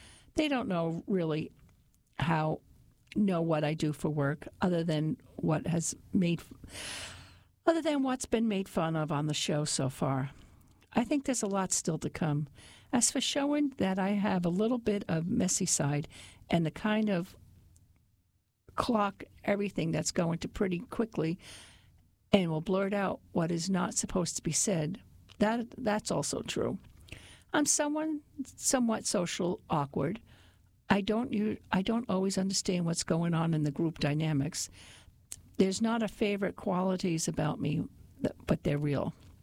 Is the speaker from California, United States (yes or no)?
no; Massachusetts, United States; now in Rhode Island, United States; I grew up in Massachusetts, right near the Rhode Island border